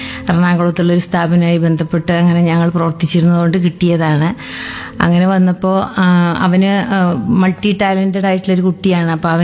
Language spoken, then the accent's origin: Malayalam; Palakkad, Kerala, India; ഞങ്ങൾ പാലക്കാട്ടുകാരല്ലേ, ഞങ്ങൾ കുറച്ച് ദൂരത്ത് നിന്ന് വരണ്ടേന്ന്